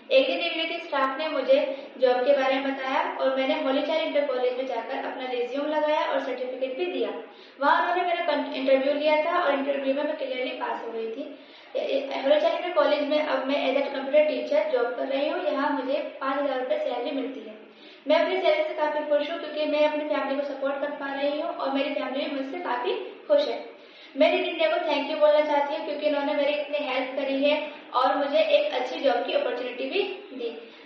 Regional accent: Rampur, Uttar Pradesh, India; मैं PWD colony Badauli टोला रामपुर उत्तर प्रदेश की रहने वाली हूँ।

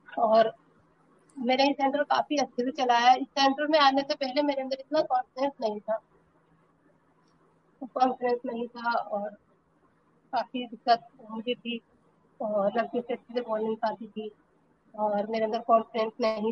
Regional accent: Rampur, Uttar Pradesh, India

